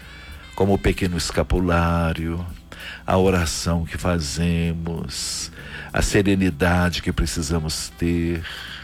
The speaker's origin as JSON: {"language": "Portuguese", "town": "Santos Dumont", "region": "Minas Gerais", "country": "Brazil", "moved": "yes", "said": "lá em Santos Dumont, na minha terra"}